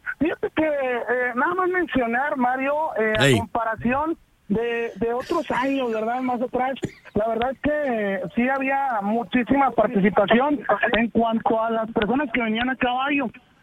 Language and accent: Spanish; Camargo, Chihuahua, Mexico; aquí en nuestra ciudad de Camargo, Chihuahua.